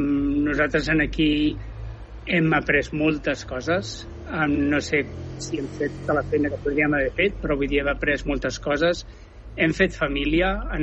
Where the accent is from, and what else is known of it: Sant Cugat del Vallès, Catalonia, Spain; born or raised there; also born or lived in Barcelona